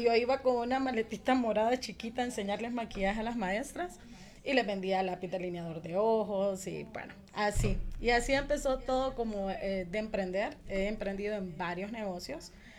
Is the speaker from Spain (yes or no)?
no; Tegucigalpa, Francisco Morazán, Honduras; born there; Nací aquí en Tegucigalpa. Tengo actualmente 35 años, acabo de cumplir.